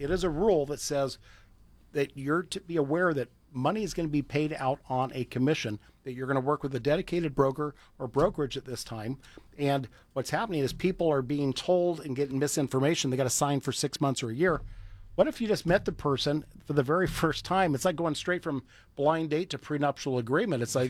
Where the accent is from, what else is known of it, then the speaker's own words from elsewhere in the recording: Oregon, United States; If you ever walked in, I'm from Oregon, right?